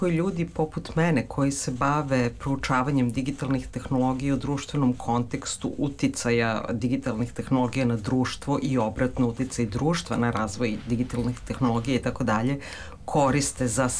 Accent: Belgrade, Serbia; ja kažem, ja sam iz Beograda

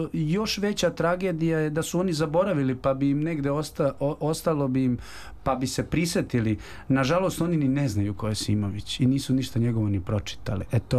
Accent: Užice, Zlatibor District, Serbia; tako je, odakle sam ja, kojega je nažalost trenutne strukture koje su odlučivale o tome, vladajuće, su ga izbacile iz enciklopedije znamenitih Užičana

